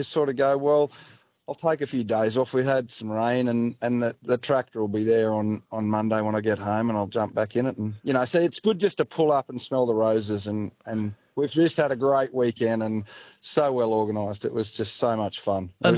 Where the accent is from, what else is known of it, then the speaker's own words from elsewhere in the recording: Dunedoo, New South Wales, Australia; I'm from Dunedoo